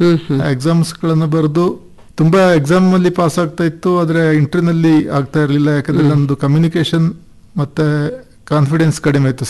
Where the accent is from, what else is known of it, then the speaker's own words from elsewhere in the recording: Besagur, Karnataka, India; also born or lived in Gonikoppa / Bengaluru; ನಾನು ಹುಟ್ಟಿದ್ದು ಬೆಳೆದಿದ್ದು ಬೆಸಗೂರು ಅಂತ ಹೇಳಿ ಒಂದು ಗ್ರಾಮದಲ್ಲಿ.